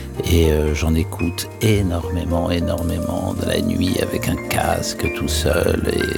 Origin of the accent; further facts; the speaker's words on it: Morocco; born there; moi, je suis né au Maroc